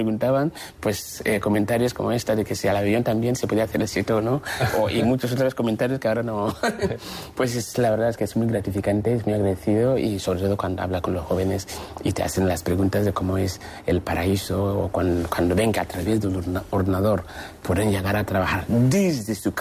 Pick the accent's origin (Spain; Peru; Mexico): Peru; soy peruano. Mi padre es peruano, mi abuelo es peruano.